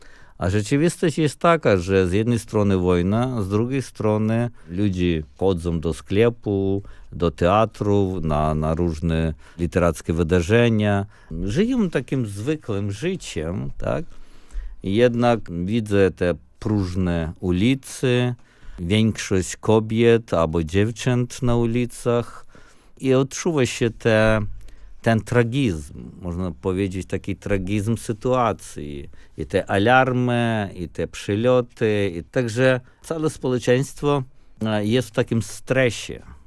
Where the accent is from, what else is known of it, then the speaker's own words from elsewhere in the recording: Ukraine; now in United States; Z jednej strony odczułem te powietrze ojczyzny